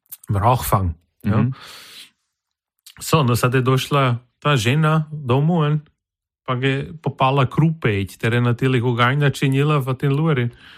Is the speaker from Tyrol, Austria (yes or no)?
no; Burgenland, Austria; ich bin Burgenländer